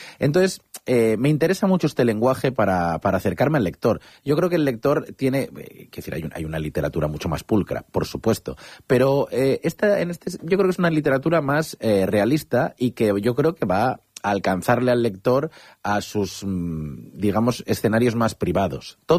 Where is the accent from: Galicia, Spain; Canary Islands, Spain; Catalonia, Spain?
Galicia, Spain; Vigo; now in Madrid, Spain; yo soy de Vigo y tengo allí a toda mi familia